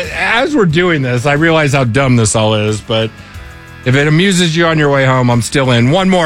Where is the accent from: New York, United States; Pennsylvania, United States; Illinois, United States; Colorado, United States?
Colorado, United States; I grew up in Colorado, too.